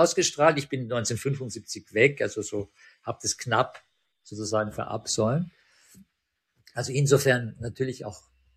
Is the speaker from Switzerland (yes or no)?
no; Graz, Styria, Austria; born there; also born or lived in Tehran, Iran